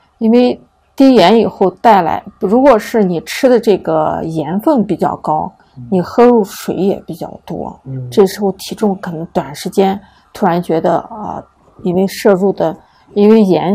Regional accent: Xinjiang, China; 还有我们新疆人吃的馕

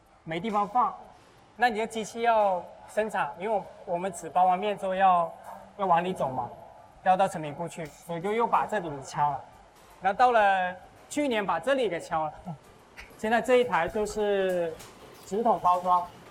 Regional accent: Chaoshan, Guangdong, China; born there; now in Taojiang, China; 你看这是我老家的橄榄菜，

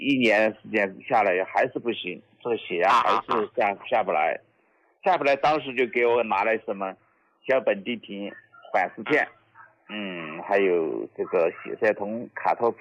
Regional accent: Jintang County, Sichuan, China; 我来自四川成都金堂县的

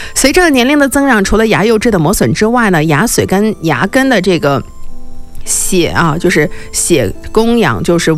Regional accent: China

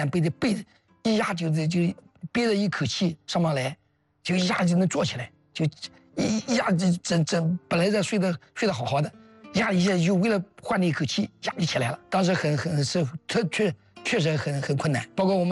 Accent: Anhui, China; 我不是让我夸我们安徽啊， 嗯， 我们安徽人是真的实在

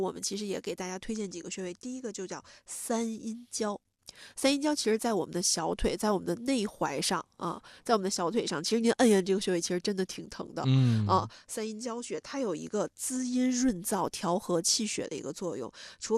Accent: Northeast China, China; 像我老家在东北，

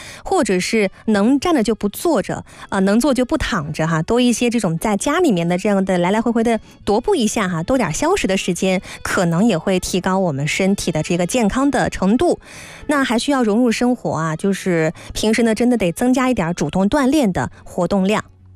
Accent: Guangdong, China; 因为我们广东人在吃饭前呢，都喜欢先喝一碗靓汤啊，

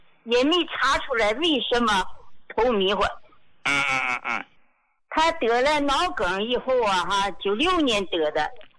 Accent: Dalian, Liaoning, China; 那我是大连人。

